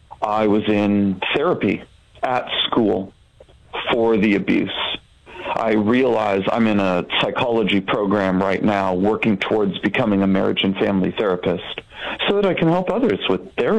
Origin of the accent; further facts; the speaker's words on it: Oregon, United States; I was raised in Oregon.